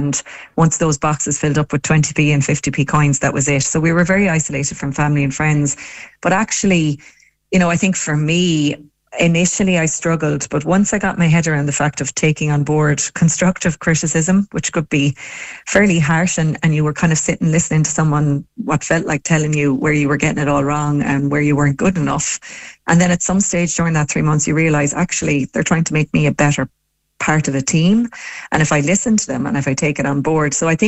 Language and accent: English; Tipperary, Munster, Ireland; moved away as an adult; I come from Tipperary, would you believe, a small farm. And I suppose I grew up on the farm back in the 80s and 90s.